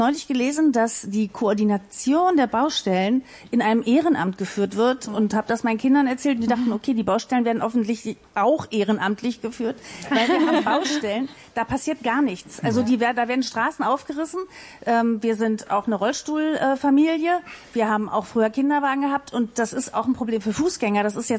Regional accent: Schöneberg, Berlin, Germany; ich bin aus Schöneberg

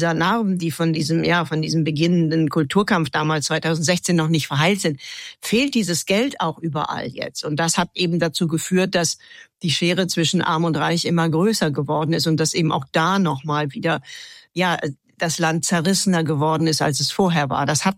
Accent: Germany; moved away; als Deutscher

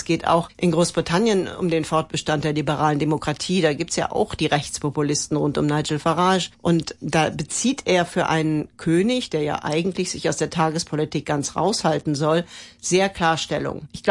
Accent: Germany; was ich als Deutsche ja eigentlich dann schon gerne hätte

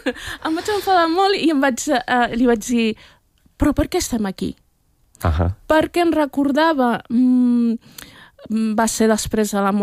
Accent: Catalonia, Spain; jo sóc catalana, espanyola, no tinc nostàlgia del Marroc

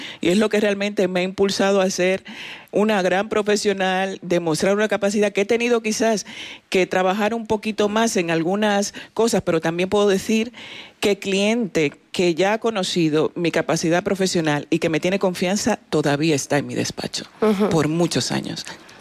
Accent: Dominican Republic; now in Spain; yo realmente soy española adoptada. Soy dominicana de origen y española adoptada. A mí España me ha dado una nueva vida.

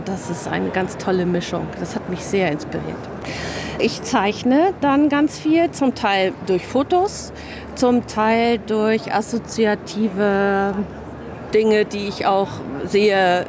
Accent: Hamburg, Germany; ich bin aus Hamburg

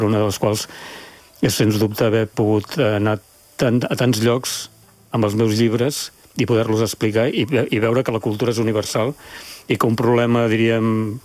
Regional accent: Catalonia, Spain; És a dir, dic Lleida perquè som catalans, no?

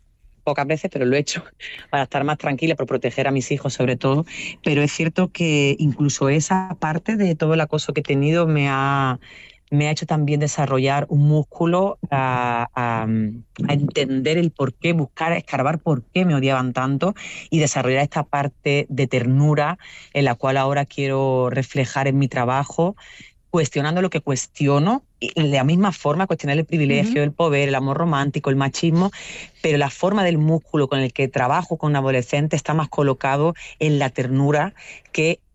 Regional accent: Andalusia, Spain; si yo soy blanca, pero yo soy andaluza, no soy catalana, ni soy vasca, es decir, el norte del mismo país tiene un lugar que no tiene mi acento

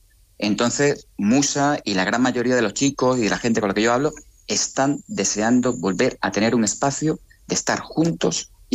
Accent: Extremadura, Spain; now in Ceuta, Spain; Siendo yo una persona de Extremadura, que no soy de Ceuta.

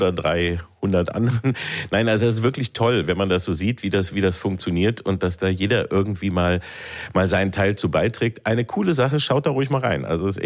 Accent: Peine, Lower Saxony, Germany; ich bin in Peine aufgewachsen

